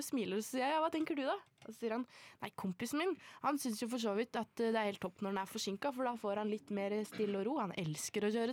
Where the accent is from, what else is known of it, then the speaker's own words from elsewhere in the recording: Lillehammer, Innlandet, Norway; jeg er fra Lillehammer, så vi er født med ski på beina.